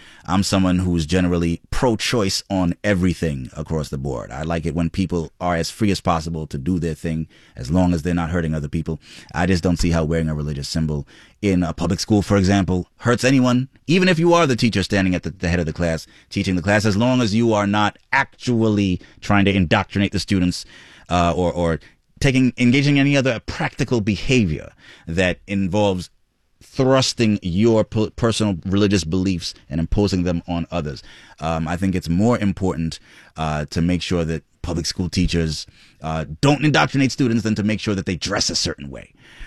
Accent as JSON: {"language": "English", "town": "Montreal", "region": "Quebec", "country": "Canada", "tie": "born or raised there", "said": "I am an Anglo-Quebecer. I grew up here in Montreal as an Anglo-Quebecer, and I have the view on this subject that you would expect of an Anglo-Quebecer."}